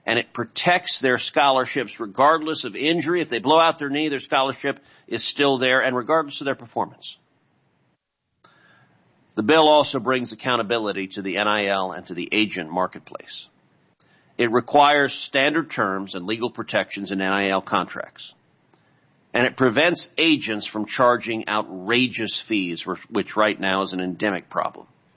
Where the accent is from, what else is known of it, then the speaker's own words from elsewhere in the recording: Texas, United States; Look, I'm from Texas. I love the SEC.